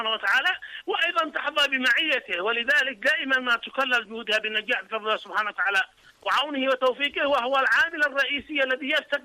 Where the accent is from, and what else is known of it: Yemen